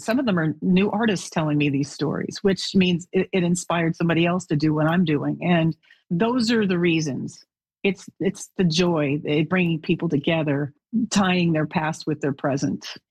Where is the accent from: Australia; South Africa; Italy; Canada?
Canada; now in Nashville, United States; Being Canadian, it is a huge part of my identity, always has been. I know when I came to Nashville and started making records, I had been living here for 8 years